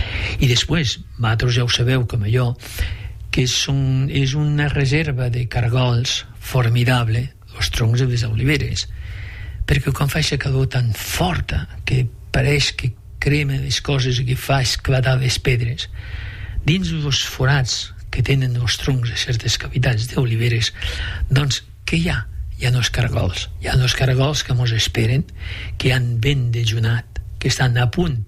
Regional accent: Aragon, Spain; quan dic la sort de criar-me a poble, al de fora, com diuen nantros, doncs m'he criat en la Franja

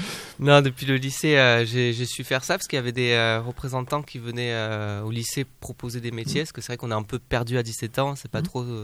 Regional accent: Soustons, Nouvelle-Aquitaine, France; born there; also born or lived in Bayonne; moi je suis de Souston, un pur Soustonnais.

